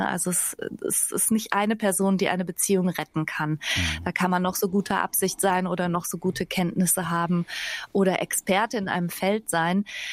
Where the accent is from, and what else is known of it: Bergisch Gladbach, North Rhine-Westphalia, Germany